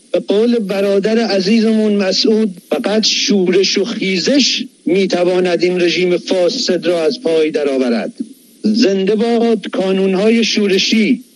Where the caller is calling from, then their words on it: Karaj, Alborz, Iran; از کرج هستم.